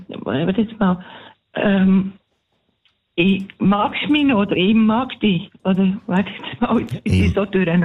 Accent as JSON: {"language": "German", "region": "Bern", "country": "Switzerland", "said": "Ich bin Bernerin."}